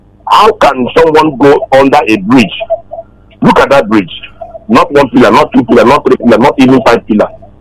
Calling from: Lagos, Nigeria; I'm calling from Lagos.

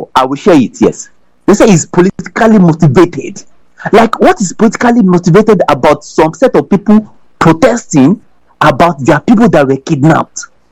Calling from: Nigeria; we people, we Nigerians

